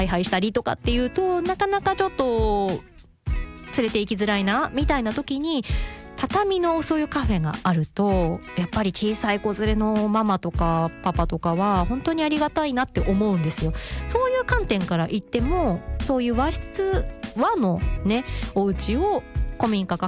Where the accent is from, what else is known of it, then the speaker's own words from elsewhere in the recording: Kakunodate, Akita, Japan; moved away; 私の地元の、秋田というか私の実家の本当にすぐ近くなんですけど、私の実家って、秋田は角野館、桜の名所、武家屋敷がある有名なところ観光地なんですけど、その観光地の結構近くに私実家があって、